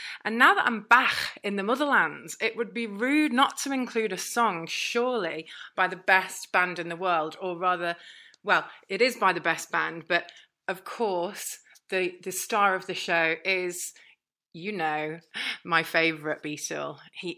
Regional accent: Liverpool, North West England, United Kingdom; I've been so ill with this bloody virus that I've had to come back to convalesce in my hometown of Liverpool.

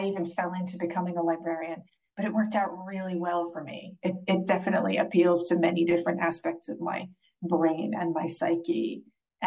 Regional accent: California, United States; moved away as an adult; now in England; I've worked in the US. I'm from California. And I've been working in England for about 11 years now. I've lived here. It's my home. It's my permanent home.

